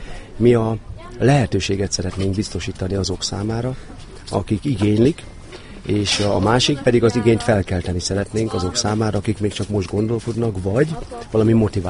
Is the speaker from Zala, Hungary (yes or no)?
yes; Vonyarcvashegy, Zala, Hungary; born there; mivel én ide születtem a Balatonra